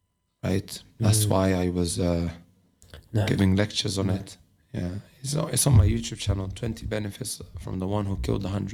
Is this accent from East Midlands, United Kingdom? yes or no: yes; Leicester, East Midlands, United Kingdom; I'm from Leicester, but I come visit her from time to time.